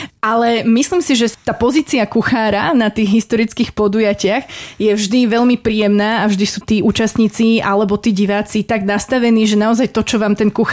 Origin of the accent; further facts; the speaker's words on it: Cinobaňa, Banská Bystrica Region, Slovakia; moved away as an adult; also born or lived in Lučenec / Revúca; now in Košice, Slovakia; narodila som sa práve v Lučenci pri Cinobani. Odtiaľ pochádzam, študovala som medzi tým strednú školu v Revúcej a skončila som tu v Košiciach. Vždy som si myslela, že sa nikde inde nebudem cítiť doma ako v tej Cinobani